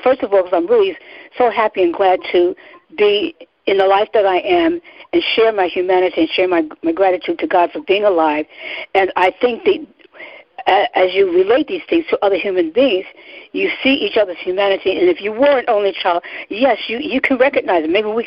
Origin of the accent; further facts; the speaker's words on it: New York, United States; as a New Yorker, brought up in the streets